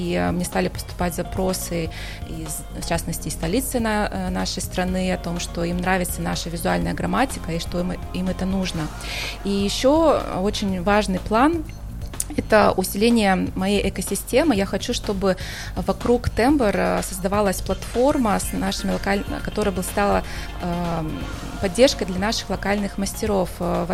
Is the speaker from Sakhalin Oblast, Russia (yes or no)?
yes; Korsakov, Sakhalin Oblast, Russia; И в этом году состоялся такой первый круиз из моего родного города, из Корсакова.